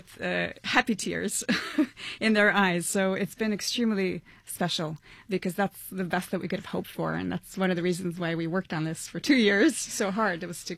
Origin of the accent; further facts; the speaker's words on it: Latvia; moved away; And actually, I'm originally from Latvia